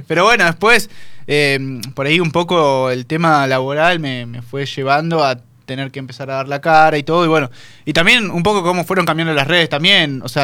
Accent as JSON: {"language": "Spanish", "town": "Paraná", "region": "Entre Ríos", "country": "Argentina", "said": "Sí, soy de Paraná."}